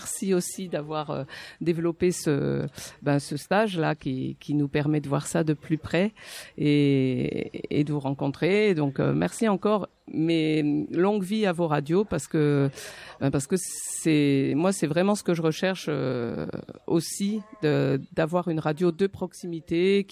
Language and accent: French; Auvergne-Rhône-Alpes, France; Alors, je viens du Cantal et j'organise des choses dans le Cantal.